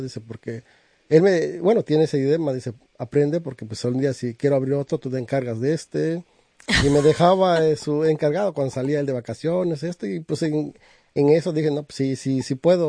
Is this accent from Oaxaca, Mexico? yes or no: yes; Oaxaca, Mexico; now in Kingston, United States; Yo vengo de la parte de Oaxaca, el estado de la costa de Oaxaca.